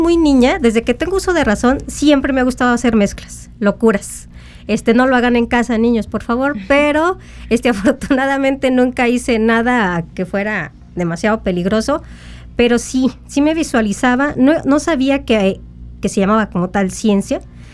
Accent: San Luis Potosí, Mexico; yo soy de San Luis Potosí, capital

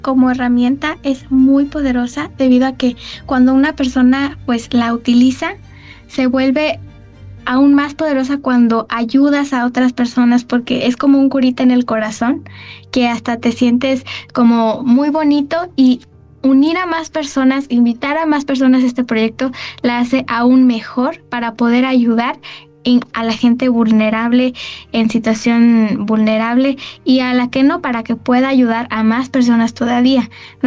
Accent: San Luis Potosí, Mexico; Yo soy potosina

